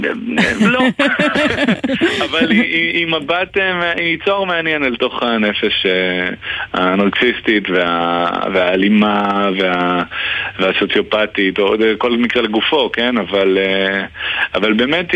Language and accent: Hebrew; Jerusalem, Jerusalem District, Israel; לא, אני גדלתי בירושלים, ירושלים, כל הזמן, רגע לפני גאולה, אנחנו ממש מתורגלים בתחושה הזאת